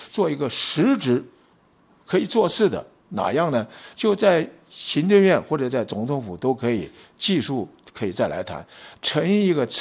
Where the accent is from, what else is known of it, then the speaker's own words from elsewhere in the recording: Taiwan; 还要变成我们台湾人民中千古的罪人？